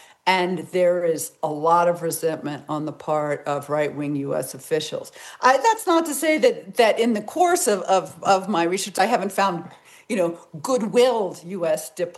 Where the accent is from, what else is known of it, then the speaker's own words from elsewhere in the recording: Virginia, United States; Well, first I'd like to share my solidarity because I am also from Virginia.